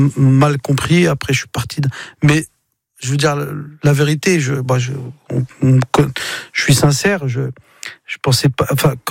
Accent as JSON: {"language": "French", "town": "Mantes-la-Jolie", "region": "Île-de-France", "country": "France", "said": "je viens de Mantes-la-Jolie, d'un milieu ouvrier."}